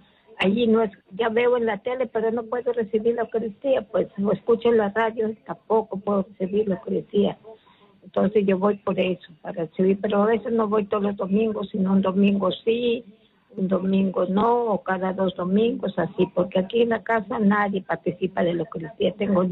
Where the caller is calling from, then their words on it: Piura, Peru; De aquí de Piura.